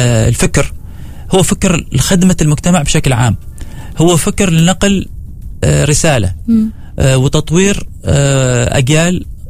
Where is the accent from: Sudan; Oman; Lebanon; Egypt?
Oman; نحن كعمانيين